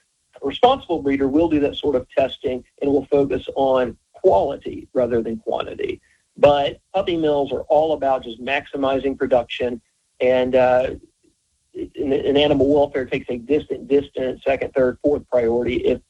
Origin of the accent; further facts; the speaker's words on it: Tennessee, United States; I grew up in Tennessee. All through the South, we have very large numbers of dogs in animal shelters